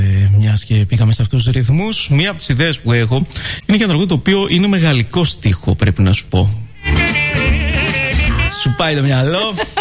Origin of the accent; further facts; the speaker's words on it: Vyroneia, Central Macedonia, Greece; στο γόνι μου μεγάλωσα και στη Βυρώνια. Μεγάλωσα με γαλλικά.